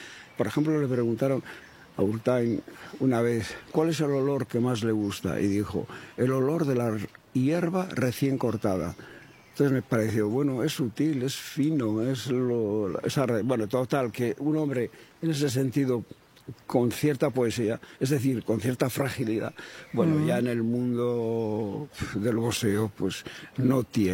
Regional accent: Asteasu, Basque Country, Spain; Donde yo nací, Asteasu, en nuestro lenguaje, Astiasu, está a 4 kilómetros de las grandes papeleras de Tolosa, Bellabona, etcétera

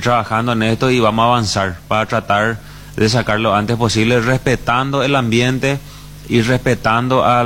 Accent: Paraguay; todos somos paraguayos

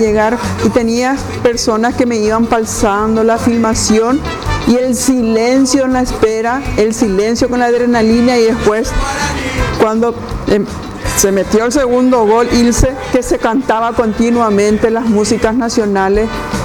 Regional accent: Paraguay; más que nunca me siento paraguaya

